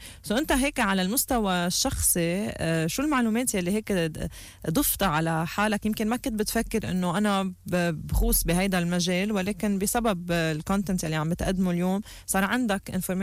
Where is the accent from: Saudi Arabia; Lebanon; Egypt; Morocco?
Lebanon; كلبنانيين